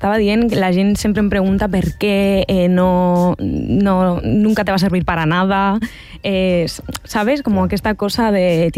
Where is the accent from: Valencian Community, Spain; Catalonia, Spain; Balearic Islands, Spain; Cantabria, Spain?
Cantabria, Spain; Catalan is a second language; moved away as an adult; now in Madrid, Spain; El meu poble és molt, molt, molt petit i jo no estic com acostumada a aquest ritme frenètic, saps?